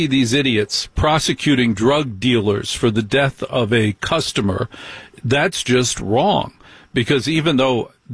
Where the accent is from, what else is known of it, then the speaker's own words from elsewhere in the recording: New Jersey, United States; But I'm no angel, buddy. I grew up in Jersey. I ain't no angel.